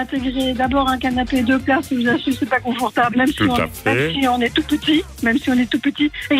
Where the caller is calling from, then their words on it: Perkins, Quebec, Canada; Perkins Saint-Agathe.